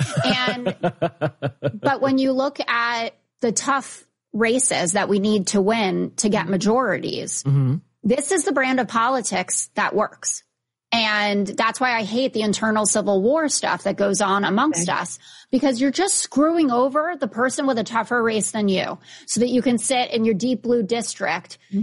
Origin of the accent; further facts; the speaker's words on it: New York City, New York, United States; I grew up in Tribeca in New York City.